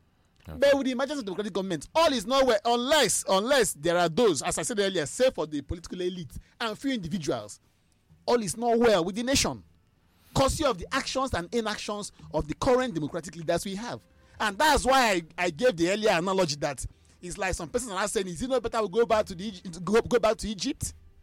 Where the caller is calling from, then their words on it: Nigeria; as a Nigerian citizen